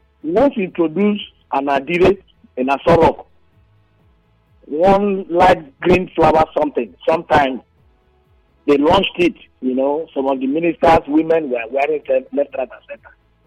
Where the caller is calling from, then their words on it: Etche, Rivers, Nigeria; And I'm calling you from Eche.